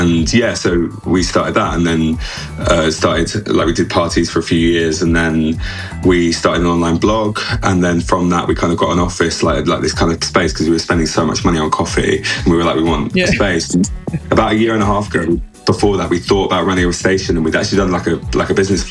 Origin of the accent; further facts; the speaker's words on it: London, United Kingdom; moved away as an adult; also born or lived in Liverpool; Yeah, so originally I'm from London, and I lived in Southwest